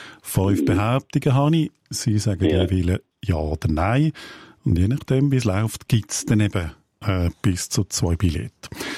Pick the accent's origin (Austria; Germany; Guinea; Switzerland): Switzerland; Aargau; Noch ein Mundartwort aus dem Aargau, aus meiner Heimat.